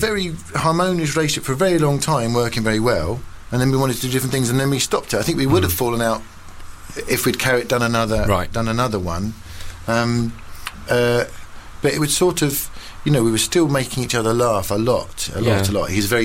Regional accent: East of England, United Kingdom; moved away; also born or lived in Hampstead; growing up near Stevenage

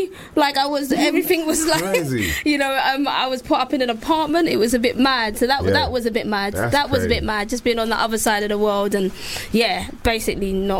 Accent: London, United Kingdom; accent: Cockney; I'm from Stepney.

